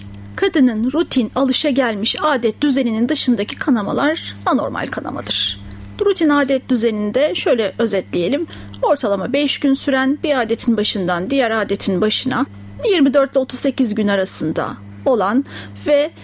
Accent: Ankara, Turkey; 1974 yılında Ankara'da doğdum. İlkokul ve ortaokulu Ankara'da. Yani hep Ankara'da kalmış bir kişiyim.

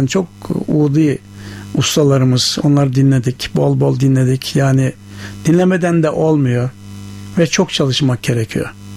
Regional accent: Şarkikaraağaç, Isparta, Turkey; moved away; also born or lived in Ankara; Benim memleketim Isparta Şarkıkaraç.

